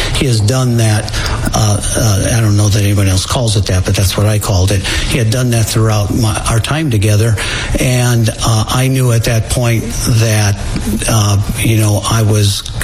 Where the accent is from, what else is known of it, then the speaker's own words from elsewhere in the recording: East Chicago, Indiana, United States; born there; Hammond, Indiana is right next to Gary, East Chicago, where I was born, East Chicago, filled with oil refineries and steel mills.